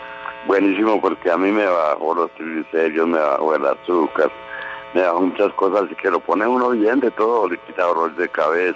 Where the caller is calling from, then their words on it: Madrid, Community of Madrid, Spain; de Madrid